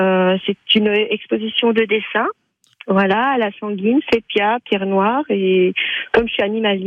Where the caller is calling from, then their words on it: Bourgogne-Franche-Comté, France; En fait, je suis pas de l'Allier, je suis de la Saône-et-Loire.